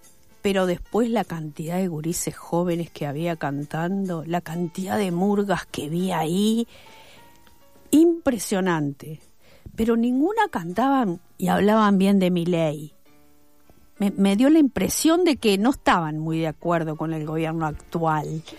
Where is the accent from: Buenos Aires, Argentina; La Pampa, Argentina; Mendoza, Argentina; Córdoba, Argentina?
Buenos Aires, Argentina; no somos murga uruguaya, no somos murga porteña, no sé lo que somos. Yo le dije, vos escuchala y después decís qué te parece. Está muy bueno esto de que la gente vea que podemos mezclar y no perdemos identidad ni nada, somos del barrio Almagro